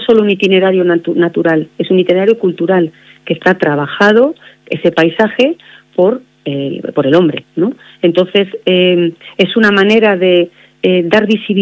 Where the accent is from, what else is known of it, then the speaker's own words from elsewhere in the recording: Santiago de Compostela, Galicia, Spain; born there; Bueno, mira, yo nací en Santiago de Compostela